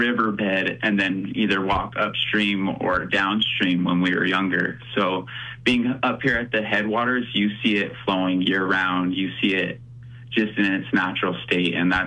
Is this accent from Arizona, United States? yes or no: yes; Sheldon, Arizona, United States; I grew up on the Sheldon, out in Sheldon, Arizona, and that's like right on the border of New Mexico and Arizona.